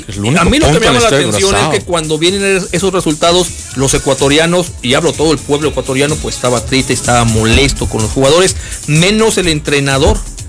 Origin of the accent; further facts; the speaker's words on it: Mexico; Aquí somos todos mexicanos, menos Hidalgo.